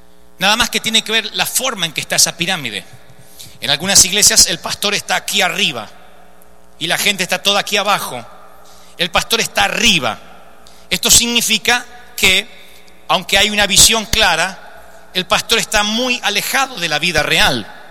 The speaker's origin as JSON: {"language": "Spanish", "country": "Argentina", "said": "Qué patéticos somos los argentinos."}